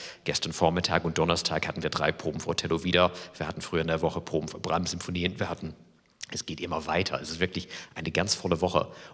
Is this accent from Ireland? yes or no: yes; Ireland; German is a second language; now in Germany; Weil ich komme aus Irland, ein Land voll mit Kultur, aber das Etat für alle die Theater und Opernhäuser in Irland ist das gleiche wie die Etat der Meininger Theater.